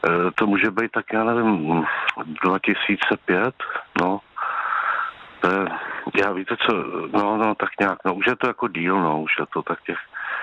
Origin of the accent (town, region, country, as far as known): Prague, Czechia